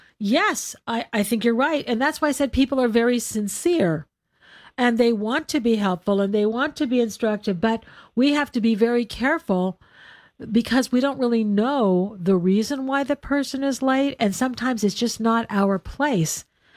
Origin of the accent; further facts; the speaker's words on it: California, United States; I'm a Californian